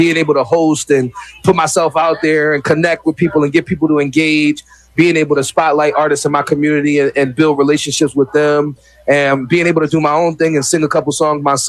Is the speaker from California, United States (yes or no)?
no; Philadelphia, Pennsylvania, United States; because I'm an artist from Philly